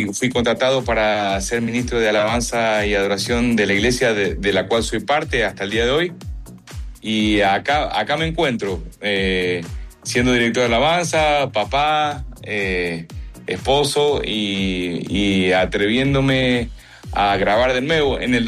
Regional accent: Mendoza, Argentina; now in Miami, United States; Bueno, soy argentino de la ciudad de Mendoza, vivo aquí en Miami ya hace 25 años.

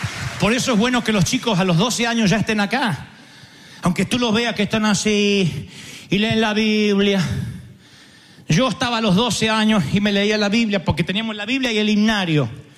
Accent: Argentina

